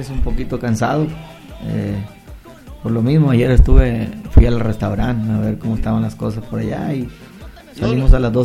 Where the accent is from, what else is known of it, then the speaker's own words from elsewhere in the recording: Sinaloa, Mexico; Mis papás tenían la ruta de mi pueblo a la ciudad de Mazatlán.